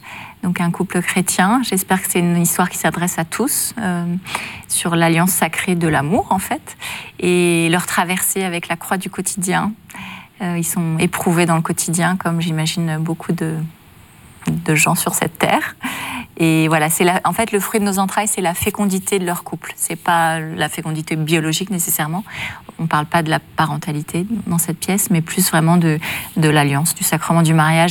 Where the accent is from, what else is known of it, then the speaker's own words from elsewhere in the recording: Paris, Île-de-France, France; Moi, je suis une parisienne, très parisienne, assez mondaine.